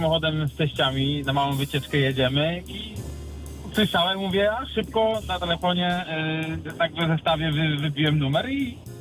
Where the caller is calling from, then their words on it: Oleśnica, Lower Silesian Voivodeship, Poland; My jesteśmy z Oleśnicy